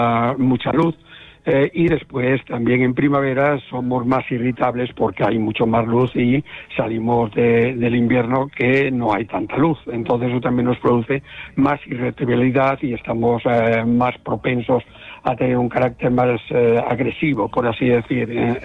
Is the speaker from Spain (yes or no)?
yes; Galicia, Spain; Como buen gallego voy allí.